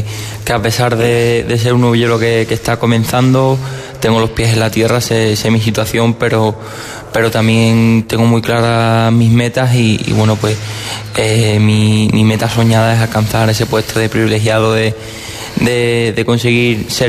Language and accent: Spanish; Montánchez, Extremadura, Spain; otra novillada en mi tierra, en Cáceres, y posteriormente el circuito de Extremadura, que junto a la encerrona de mi pueblo, que venceré con 6 novillos en solitario en Montánchez